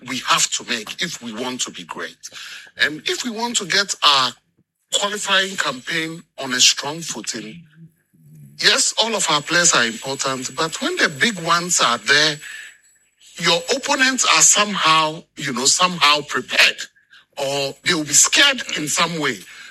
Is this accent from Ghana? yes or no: yes; Ghana; As a Ghanaian, I would say no. As a Ghanaian, I would say that let's put